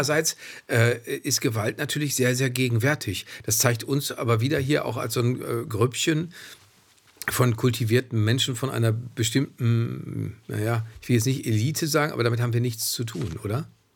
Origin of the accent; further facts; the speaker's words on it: Dortmund, North Rhine-Westphalia, Germany; ich stamme aus Dortmund, das ist wie Offenbach.